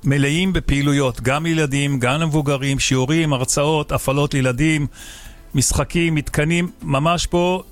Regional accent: Nir Etzion, Haifa District, Israel; born there; אני גר פה ונולדתי בניר עציון, ומביתי אני רואה את הים, את מבצר עתלית, את החורש הטבעי, ואת כל הפריחה המדהימה שבתקופה הזאת.

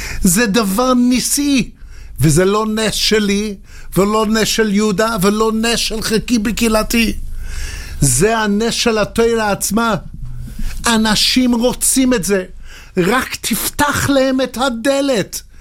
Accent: England, United Kingdom; Hebrew is a second language; moved away; בתור אנגלי.

